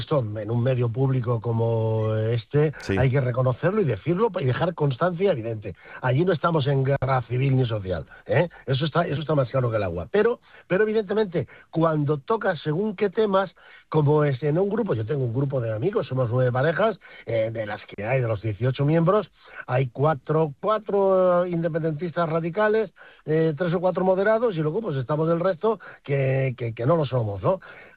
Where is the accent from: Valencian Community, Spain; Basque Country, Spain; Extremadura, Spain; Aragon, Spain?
Extremadura, Spain; Villanueva de la Serena; now in Catalonia, Spain; Villanueva de la Serena, que es mi pueblo natal